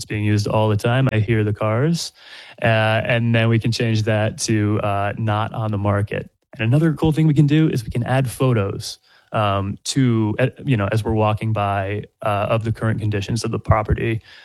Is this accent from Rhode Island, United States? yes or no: yes; Providence, Rhode Island, United States; and that's my hometown right there, Providence, Rhode Island.